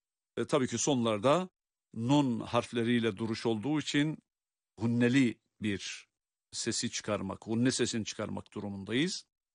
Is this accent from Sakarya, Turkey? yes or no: no; Erzurum, Turkey; Benim de memleketim olan Erzurum'da